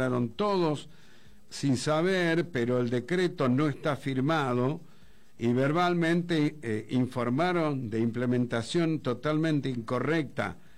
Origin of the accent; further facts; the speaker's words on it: Argentina; Me duele como argentino decirlo.